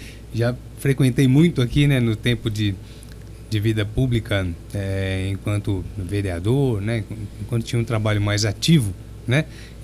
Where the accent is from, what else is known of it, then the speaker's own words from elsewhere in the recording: Monte Alto, São Paulo, Brazil; nascido e criado em Monte Alto